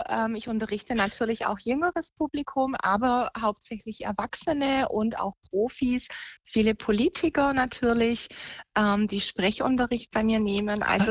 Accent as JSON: {"language": "German", "town": "Crailsheim", "region": "Baden-Württemberg", "country": "Germany", "said": "Ich komme aus Süddeutschland unten und zwar aus Crailsheim. Das ist in der Nähe von Heilbronn."}